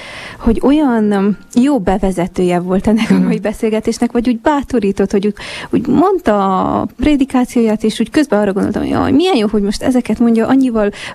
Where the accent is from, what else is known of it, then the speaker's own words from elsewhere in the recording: Gyimesfelsőlok, Harghita, Romania; de hogy alapjáraton honnan jövök, hát én Gyümesfelsőlökről származom.